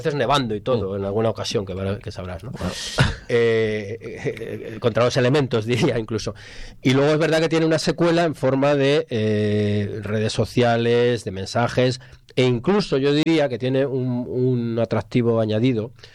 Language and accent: Spanish; Cuenca, Castilla-La Mancha, Spain; yo soy de Cuenca